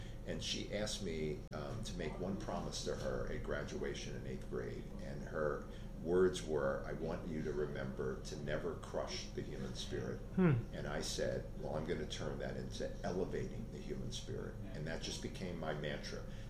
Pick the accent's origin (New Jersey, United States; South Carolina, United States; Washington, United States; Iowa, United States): New Jersey, United States; born there; also born or lived in Philadelphia, Pennsylvania; Yeah, so we grew up originally in Philadelphia and then grew up in South Jersey. And at the time, back in the day, we struggled a little bit because we integrated a neighborhood. And so we went from an all-black community in Philadelphia to an all-white community